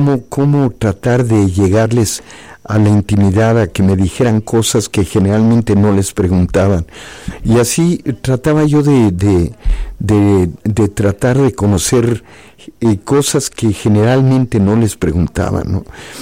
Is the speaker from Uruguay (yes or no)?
no; Mexico; yo le decía